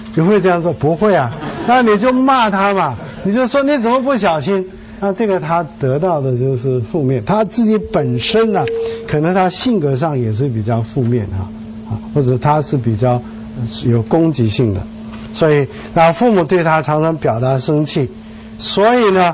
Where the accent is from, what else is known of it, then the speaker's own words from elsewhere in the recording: Shandong, China; 像我们山东人，我根据我父母跟我这个好像是不大讲，在家里不大讲谢谢这句话，因为我们老一辈的不讲，就是该的嘛。